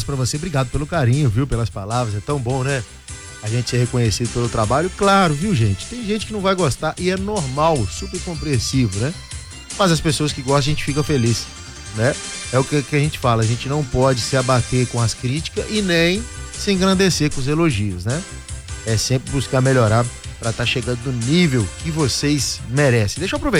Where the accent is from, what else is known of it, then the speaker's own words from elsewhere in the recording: Rosário da Limeira, Minas Gerais, Brazil; moved away; lá em Rosário da Limeira, minha terra.